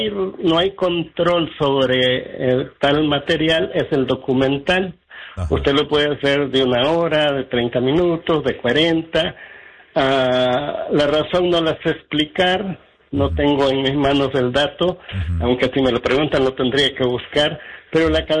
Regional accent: Mexico; Yo siempre digo que como mexicano

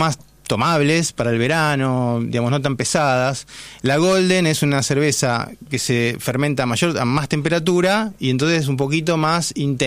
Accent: Quilmes, Buenos Aires Province, Argentina; Es la ciudad de la cerveza. Ahí estoy, hincha argentino de Quilmes, ¿eh?

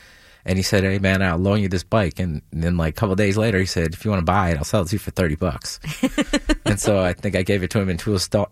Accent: Detroit, Michigan, United States; Okay, because I'm from Detroit, you know.

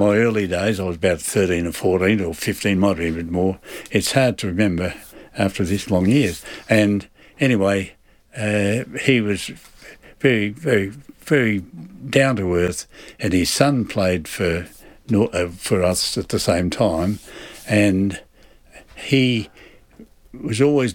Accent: Sea Lake, Victoria, Australia; Well, I was born in Sea Lake in northern Victoria, and like everyone else, my father was a farmer, and he lived in Wallora

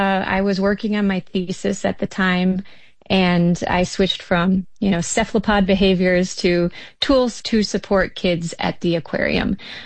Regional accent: Wisconsin, United States; I'm from Wisconsin

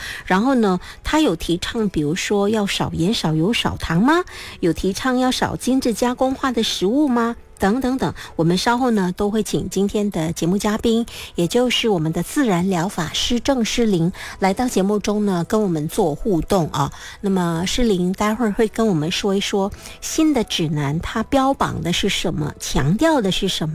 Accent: Malaysia; 我们马来西亚人

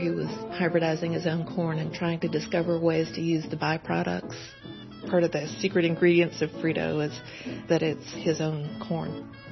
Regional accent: Dallas, Texas, United States; I grew up here in Dallas, and … the founder of the Frito Company.

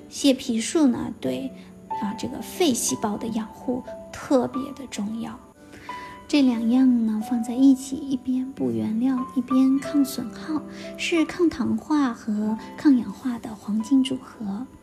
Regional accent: China

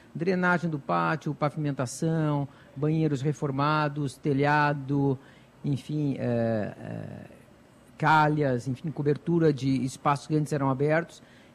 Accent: Curitiba, Paraná, Brazil; now in Joinville, Brazil; eu vim para Joinville, vim de Curitiba para Joinville, moro aqui já há algum tempo

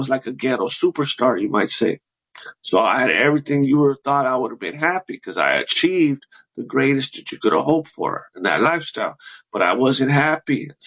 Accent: La Puente, California, United States; I'm from La Puente, California.

